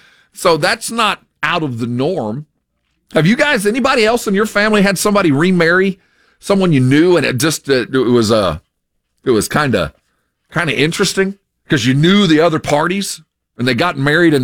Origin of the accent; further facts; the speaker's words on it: San Antonio, Texas, United States; I'm not, I'm from San Antonio.